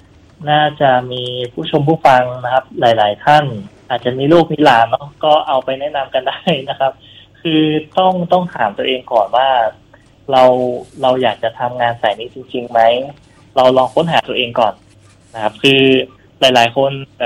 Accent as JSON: {"language": "Thai", "region": "Nan", "country": "Thailand", "tie": "born there", "also_born_or_lived": "Chiang Mai / Mae Hong Son", "moved": "as an adult", "lives_now": "Phop Phra, Thailand", "said": "ก็มาอยู่ที่เชียงใหม่ครับเกิดที่น่านแล้วก็ย้ายมาอยู่ที่เชียงใหม่ช่วงที่เรียนมช"}